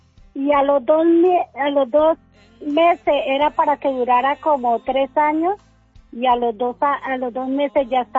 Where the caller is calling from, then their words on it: Herrera, Tolima, Colombia; Aquí en Herrera, Tolima